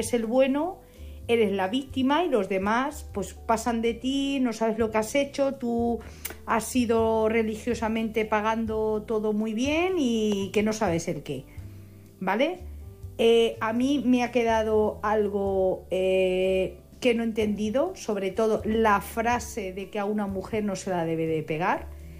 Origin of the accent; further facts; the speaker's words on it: Madrid, Community of Madrid, Spain; Hola, buenas noches. … de Madrid.